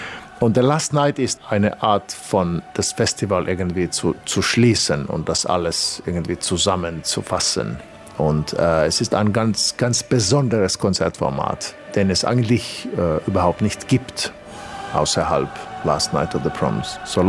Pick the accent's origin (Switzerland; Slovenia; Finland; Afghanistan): Finland; German is a second language; moved away as an adult; now in England, United Kingdom; für mich als Finne